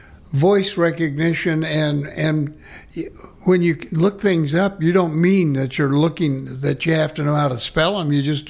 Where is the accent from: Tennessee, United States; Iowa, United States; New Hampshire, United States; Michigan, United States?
Tennessee, United States; Knoxville; of the Methodist Church in Knoxville, my hometown.